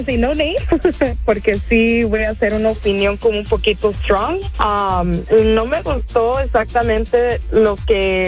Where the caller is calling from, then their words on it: Mexico; yo me considero mexicana, ¿me entiendes?